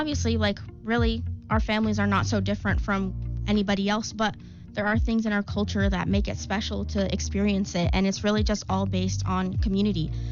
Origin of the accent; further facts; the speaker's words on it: Dominican Republic; So I'm Dominican, but I have like a weird accent.